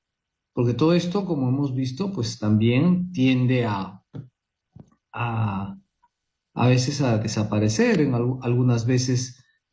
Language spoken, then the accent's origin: Spanish; Peru; Nos hemos preguntado qué nos une como peruanos, qué es aquello que nos hace ser peruanos